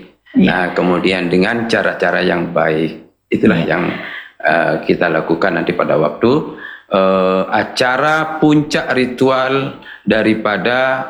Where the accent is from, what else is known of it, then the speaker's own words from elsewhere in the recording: Lombok, West Nusa Tenggara, Indonesia; masyarakat kami di Desa Lingsar